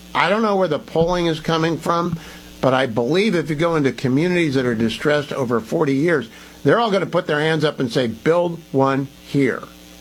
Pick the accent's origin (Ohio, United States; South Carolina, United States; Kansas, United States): Ohio, United States; That leads me to Northeastern Ohio. I'm from Trumbull County.